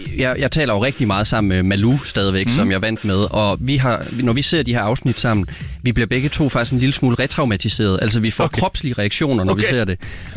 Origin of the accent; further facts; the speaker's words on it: Viborg, Central Denmark Region, Denmark; born there; moved away as an adult; now in Copenhagen, Denmark; I 26 i år har jeg boet 10 år i København, og 10 år i, og så før det 10 år i Viborg.